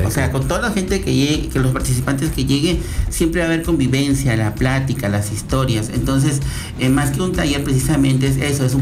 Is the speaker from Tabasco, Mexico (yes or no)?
yes; Tamulté de las Sabanas, Tabasco, Mexico